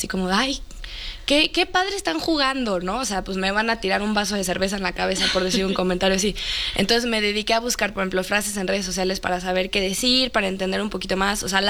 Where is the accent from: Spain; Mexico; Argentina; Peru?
Mexico; sí siento que es una gran falla a mi ADN como mexicana, ¿no? O sea, porque sí creo que todos los mexicanos tenemos algo de pambolero en la sangre